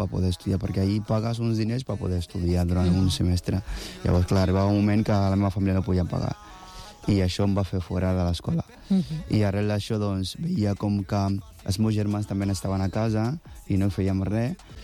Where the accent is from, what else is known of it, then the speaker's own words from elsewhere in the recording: Kumasi, Ashanti, Ghana; Catalan is a second language; moved away; Sí, jo sóc d'un poble de Ghana que es diu Kumasi, i dintre d'aquest poble, doncs, el nostre dia a dia era, doncs, aixecar-se al matí, entre setmana vas a l'escola